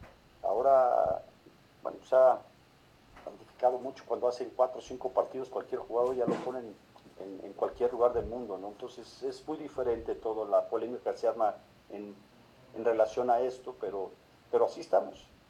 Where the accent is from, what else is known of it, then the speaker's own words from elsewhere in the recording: Mexico; nosotros en México